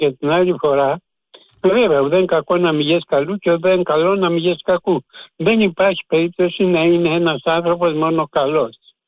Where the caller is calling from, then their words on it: Kallithea, Attica, Greece; από την Καλλιθέα.